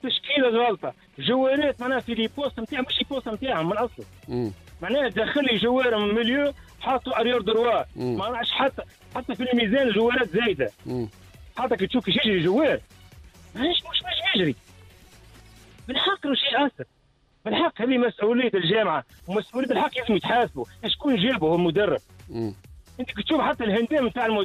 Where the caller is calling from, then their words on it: Sidi Bouzid, Tunisia; من سيدي بوزيد.